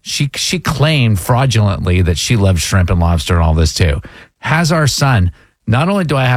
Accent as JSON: {"language": "English", "region": "New England", "country": "United States", "tie": "born or raised there", "said": "I grew up in New England."}